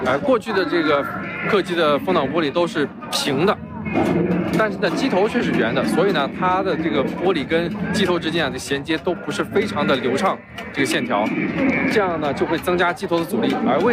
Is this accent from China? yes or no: yes; China; 我们中国人